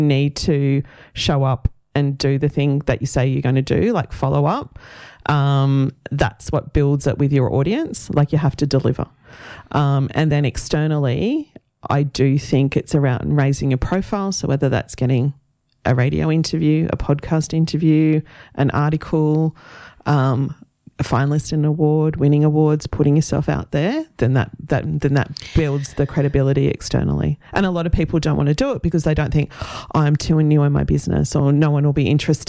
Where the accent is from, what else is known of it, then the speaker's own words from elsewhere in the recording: Central Coast, New South Wales, Australia; my grandmother and my great grandmother, were the cooks at the local hotel in my hometown on the Central Coast.